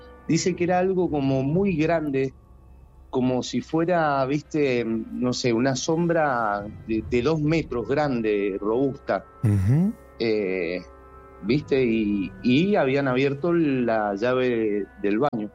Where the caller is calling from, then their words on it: Mendoza, Argentina; De Mendoza.